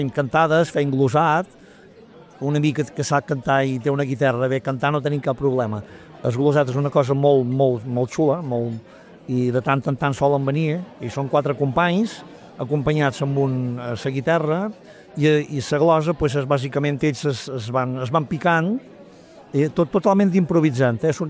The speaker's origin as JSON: {"language": "Catalan", "area": "Menorca", "region": "Balearic Islands", "country": "Spain", "said": "nosaltres som menorquins"}